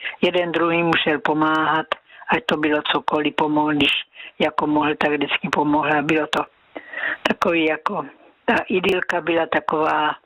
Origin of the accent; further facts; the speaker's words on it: Násedlovice, South Moravian Region, Czechia; To jsme chodili do kostela, pocházím z Násedlovic a přes pole jsme chodili do Klobouk do Brna, u Brna, tam jsme chodili do kostela.